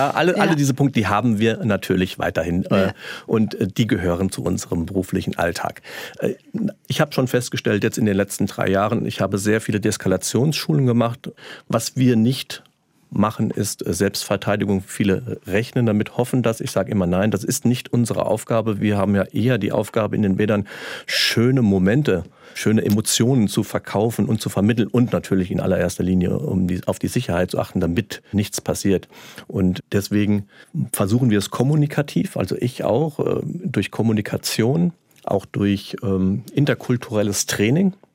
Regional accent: Bad Soden-Salmünster, Hesse, Germany; Ich komme aus dem Ort, der zweigeteilt war, Bad Sodensalmünster. Da konnte die eine Hälfte mit der anderen nicht.

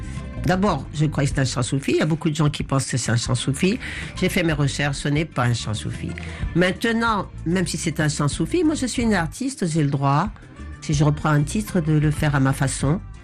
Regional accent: Moroni, Grande Comore, Comoros; born there; je suis né à Moroni.

